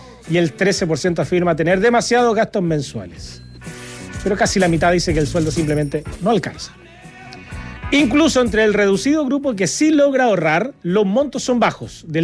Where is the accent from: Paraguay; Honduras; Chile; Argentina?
Chile; Retiro, Maule; lindo pueblo, con linda gente, donde vive gente muy linda. Por ejemplo, mi familia. Oriundo, lo que somos oriundo de Retiro. Aguante, Retiro.